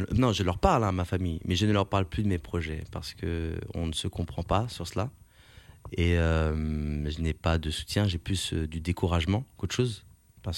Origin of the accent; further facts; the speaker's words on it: Paris, Île-de-France, France; born there; moi, je suis né Paris 20e.